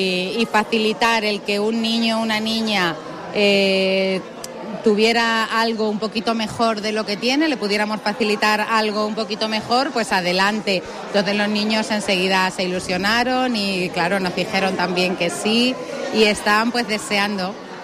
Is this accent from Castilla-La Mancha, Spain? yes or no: yes; La Solana, Castilla-La Mancha, Spain; now in Ciudad Real, Spain; aunque vivo aquí en Ciudad Real, pero soy de La Solana, y en La Solana, desde yo bien pequeña, siempre recuerdo haber niños de acogida en el verano